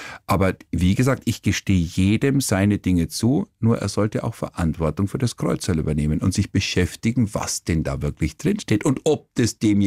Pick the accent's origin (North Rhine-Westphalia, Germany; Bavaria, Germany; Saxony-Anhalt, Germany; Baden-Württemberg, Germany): Bavaria, Germany; Kaufbeuren; ich bin 66 geboren, und ich hatte natürlich dann schon auch eben damals Schweizer Fernsehen bei uns im Allgäu in Kaufbeuren und österreichisch.